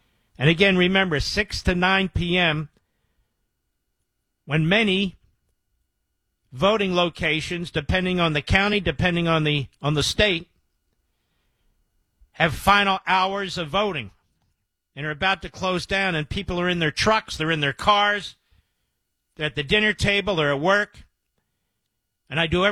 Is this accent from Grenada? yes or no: no; Pennsylvania, United States; I said, wait a minute, I'm from Pennsylvania.